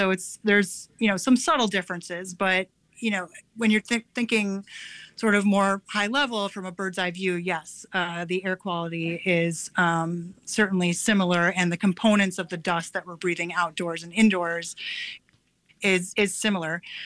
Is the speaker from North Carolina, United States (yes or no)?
no; Milwaukee, Wisconsin, United States; I'm from Milwaukee myself